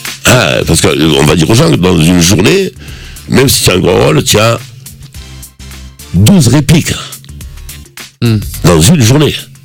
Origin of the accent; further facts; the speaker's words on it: Corsica, France; born there; moved away; Quand j'arrive en Corse, je parle Corse.